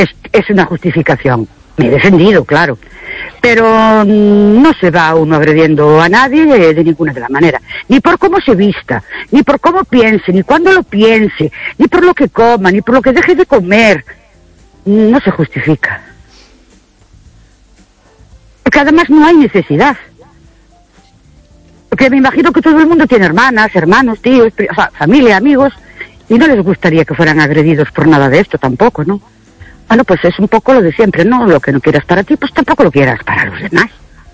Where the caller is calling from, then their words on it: Ourense, Galicia, Spain; Hola, buenas noches … de Urense otra vez.